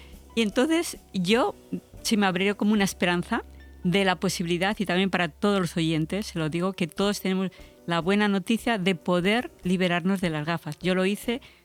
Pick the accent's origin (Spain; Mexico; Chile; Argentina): Spain; Miranda de Ebro, Castile and León; born there; Yo nací en Miranda de Ebro, en Burgos. Fui a vivir con la familia Bilbao.